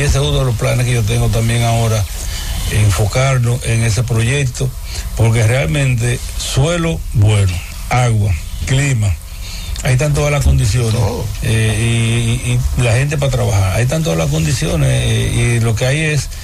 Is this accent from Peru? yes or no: no; Dominican Republic; A nivel nacional somos los dominicanos batalladores